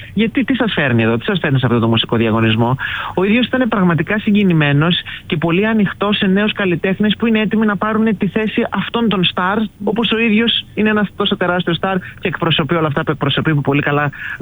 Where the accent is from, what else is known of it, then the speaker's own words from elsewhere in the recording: Greece; μόλις είπα ότι είμαι από την Ελλάδα